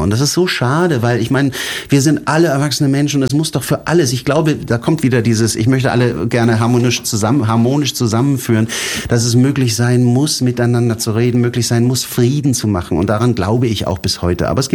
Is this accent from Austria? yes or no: no; Italy; now in Germany; Aber ich meine, ich bin Italiener, für uns ist natürlich Samstag, Freitag, Samstag, die Leute sind auf der Straße, Nase im Sonnenschein. Das ist hier ein bisschen anders.